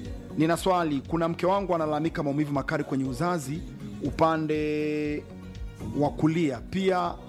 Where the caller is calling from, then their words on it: Kiwere, Iringa, Tanzania; Amesema daktari, samahani … natokea Kiwere.